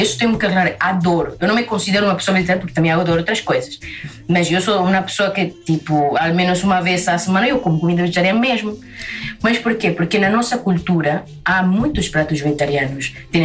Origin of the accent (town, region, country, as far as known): Pucallpa, Ucayali, Peru; Portuguese is a second language